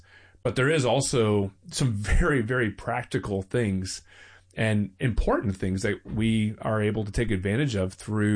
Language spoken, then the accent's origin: English; the South, United States; born or raised there; moved away as an adult; also born or lived in Baltimore, Maryland; now in Bay Area, United States